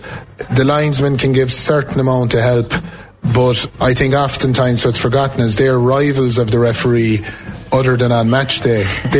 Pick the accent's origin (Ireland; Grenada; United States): Ireland; Lixnaw, Munster; From my background, I come from Lixaa. I come from a hurling area.